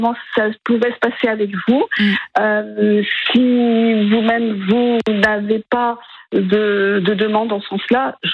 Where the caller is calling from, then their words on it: Gujan-Mestras, Nouvelle-Aquitaine, France; moi j'habite Gujan-Mestras